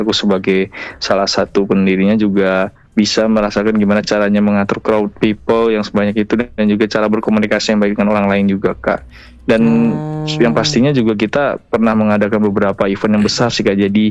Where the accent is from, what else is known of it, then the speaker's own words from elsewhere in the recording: Padang, West Sumatra, Indonesia; moved away as an adult; now in Bandung, Indonesia; Saya kebetulan asli Padang kak.